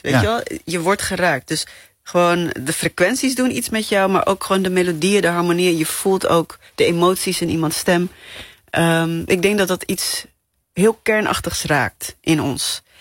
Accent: Namibia; now in Netherlands; ik uit Namibië kom, waar we tot 1990 in het apartheidssysteem hebben geleefd. Dus ik ben ook opgegroeid in het idee, of nou ja, in het gedachtegoed van, hoe vechten we tegen onrecht?

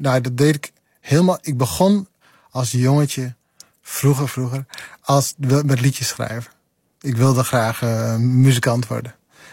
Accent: Friesland, Netherlands; Ik kom uit de Friese Wouden.

